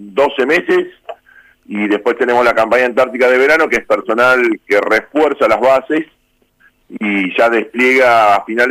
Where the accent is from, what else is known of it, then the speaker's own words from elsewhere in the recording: Buenos Aires, Argentina; born there; yo soy nacido en Buenos Aires, mi padre era de Villaguay, tengo primos en Gualeguaychú también.